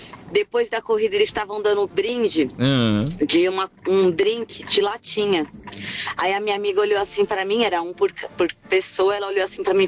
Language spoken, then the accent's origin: Portuguese; São Paulo, Brazil; É, conheci meu noivo numa corrida, a gente participa de corrida de obstáculos. Eu sou de São Paulo, ele é de Florianópolis